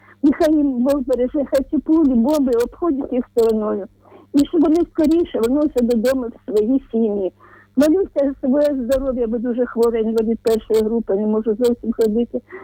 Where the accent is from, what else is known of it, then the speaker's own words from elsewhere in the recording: Zaporizhzhia Oblast, Ukraine; південь України, моє рідне Запоріжжя.